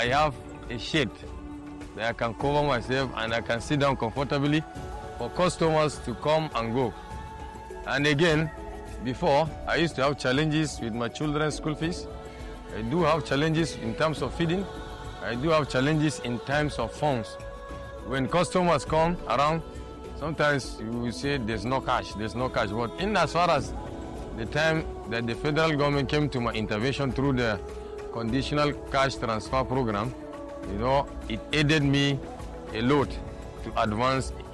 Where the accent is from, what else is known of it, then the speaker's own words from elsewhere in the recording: Taraba, Nigeria; I hail from Yavo A community, Yakoko Ward, is in local government, Taraba State.